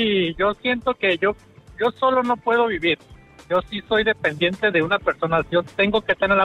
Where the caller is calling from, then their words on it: Guadalajara, Jalisco, Mexico; de Guanatos.